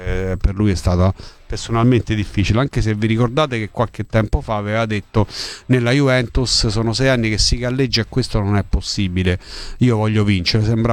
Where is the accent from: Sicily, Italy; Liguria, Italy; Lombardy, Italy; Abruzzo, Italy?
Abruzzo, Italy; da buon abruzzese insisto